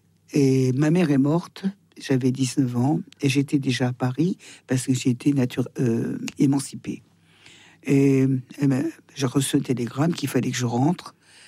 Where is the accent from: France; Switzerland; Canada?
Switzerland; parce que je suis suisse et française.